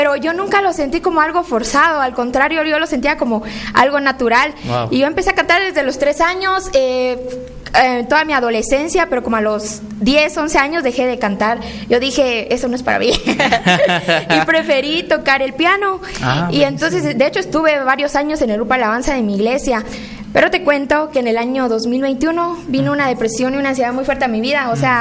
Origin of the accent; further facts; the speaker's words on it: Huehuetenango, Guatemala; Soy una cantante huehueteca que hace música para el Señor.